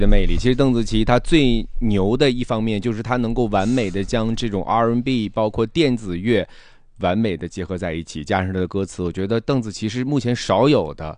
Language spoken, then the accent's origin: Chinese; Harbin, Heilongjiang, China; born there; 我记得03年的时候说你家在哪儿买房子，哎呀妈，我家在爱建